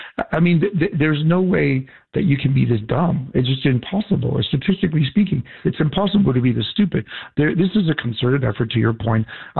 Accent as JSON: {"language": "English", "country": "Cuba", "moved": "yes", "lives_now": "United States", "said": "And I come from socialism. I come from Cuba. I know what evil looks like."}